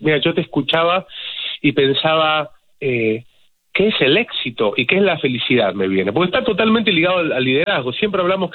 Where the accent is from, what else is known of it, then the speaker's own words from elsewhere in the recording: Argentina; me gusta el fútbol como argentino que soy